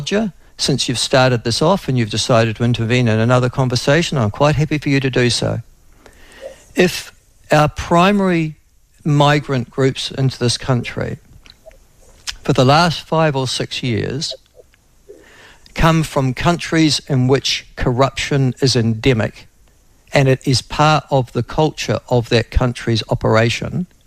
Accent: New Zealand; a whole series of cultural lexicons that with being a New Zealander.

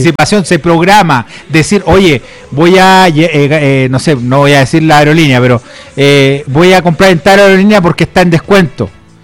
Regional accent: Chile; now in Colombia; yo por ejemplo como chileno

